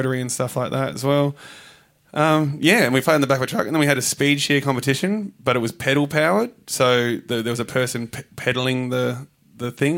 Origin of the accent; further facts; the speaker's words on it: Waipinga, New Zealand; So I'm from Waipinga.